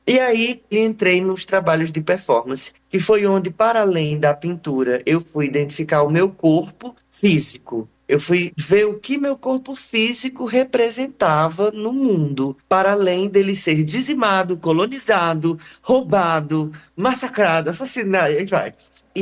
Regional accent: Ceará, Brazil; born there; eu sou paiacus de Morada Nova, que é a minha verdadeira ancestralidade indígena. Só que eu sou cariri porque eu nasci aqui na região do Cariri.

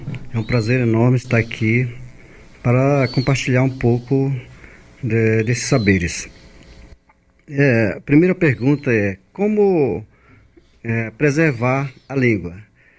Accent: Maranhão, Brazil; first language Guajajara; Portuguese is a second language

